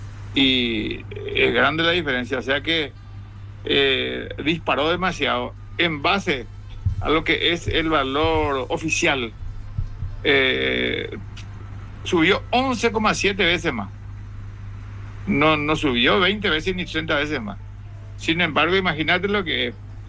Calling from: Fernando de la Mora, Central, Paraguay; Yo vivo en Fernando de la Mora, zona

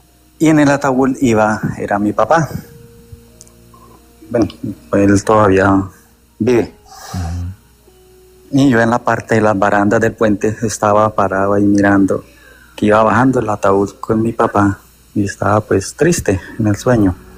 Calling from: Tolima, Colombia; Desde el Tolima.

